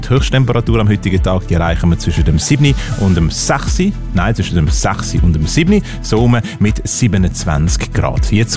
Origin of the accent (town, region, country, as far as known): Zurich, Switzerland